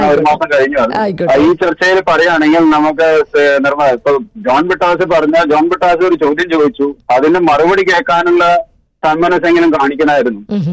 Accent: Valanchery, Kerala, India; born there; ഞാൻ മലപ്പുറം എന്നുള്ളതുകൊണ്ടല്ല പറഞ്ഞത്, ഞാൻ ജനിച്ചു വന്ന നാട് ഞാൻ കണ്ടതാണ് പറഞ്ഞത്.

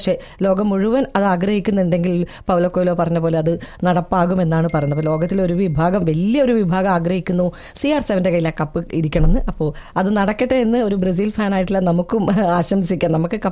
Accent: Kerala, India; now in United Arab Emirates; നമ്മുടെ കേരളത്തിൽ

